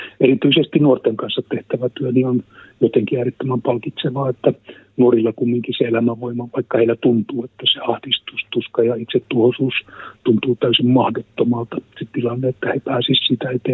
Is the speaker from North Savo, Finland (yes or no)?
yes; North Savo, Finland; born there; Ja tietysti kun mä oon syntynyt Pohjois-Savossa